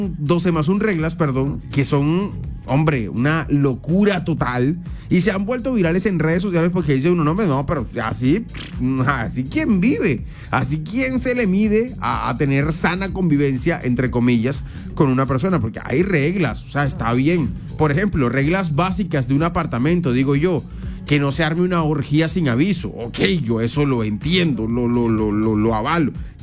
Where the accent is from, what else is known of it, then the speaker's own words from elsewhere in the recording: Valledupar, Cesar, Colombia; Yo soy de Valledupar